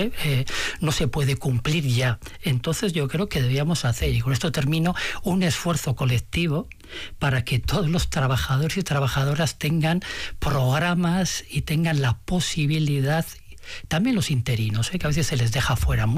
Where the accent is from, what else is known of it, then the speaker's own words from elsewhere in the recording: Barakaldo, Basque Country, Spain; yo soy de Baracaldo y paso muchísimo tiempo en Rioja Alavesa